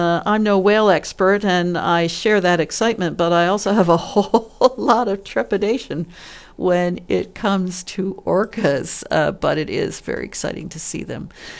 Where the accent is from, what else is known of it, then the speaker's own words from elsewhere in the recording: Newfoundland and Labrador, Canada; me being a Newfoundlander, and I think a lot of Newfoundlanders say, well, there's not much to do there.